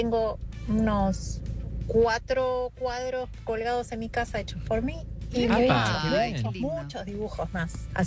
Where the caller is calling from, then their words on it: Banfield, Buenos Aires Province, Argentina; Hola chicos … de Banfield, estoy de regreso a casa en un viaje largo de Núñez a Banfield.